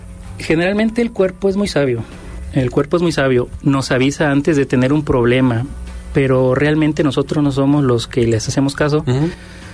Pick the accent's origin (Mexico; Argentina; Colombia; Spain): Mexico; Como personas mexicanas que somos, pues somos una mezcolanza de diferentes lugares del mundo.